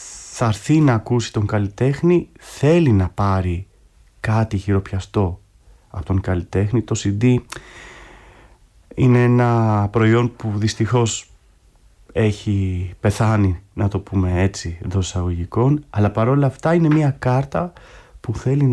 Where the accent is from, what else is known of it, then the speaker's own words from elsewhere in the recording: Greece; Εγώ ήμουν από την Ελλάδα